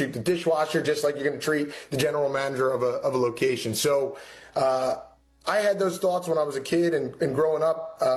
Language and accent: English; Philadelphia, Pennsylvania, United States; Yeah, from Philadelphia, Pennsylvania, Northeast Philly to be specific. I'm the oldest of three boys.